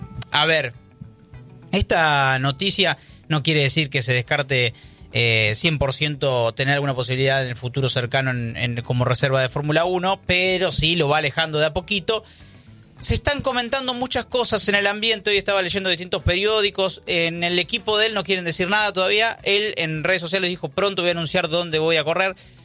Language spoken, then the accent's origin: Spanish; Argentina; Si fuese porque somos todos argentinos, tendríamos piloto todos los años.